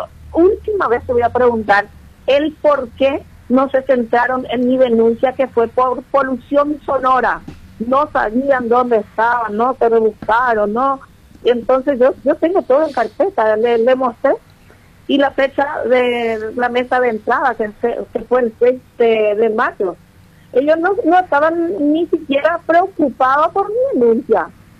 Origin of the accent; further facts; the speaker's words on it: Ciudad del Este, Alto Paraná, Paraguay; born there; soy de Ciudad del Este, nací aquí en kilómetro 9 Mondal